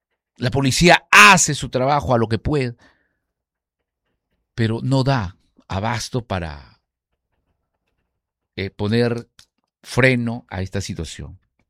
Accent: Venezuela; moved away; Yo soy extranjero, yo soy de Venezuela.

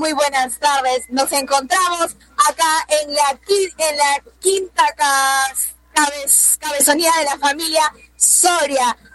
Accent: Lamas, San Martín, Peru; para los que somos el mismo de Lamas

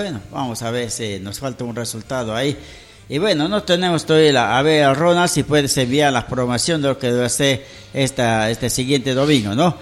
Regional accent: Lamas, San Martín, Peru; yo soy de Lamas, no soy de Pamacho, me decían, ¿no?

